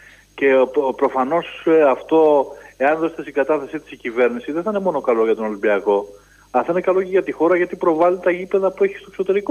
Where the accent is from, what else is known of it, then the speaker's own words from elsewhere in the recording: Piraeus, Attica, Greece; από την Πειραιά.